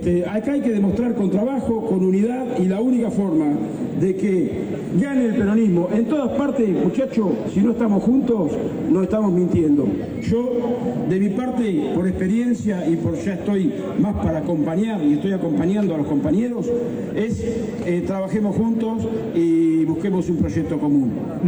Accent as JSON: {"language": "Spanish", "town": "Ayacucho", "region": "Buenos Aires Province", "country": "Argentina", "said": "soy de Ayacucho"}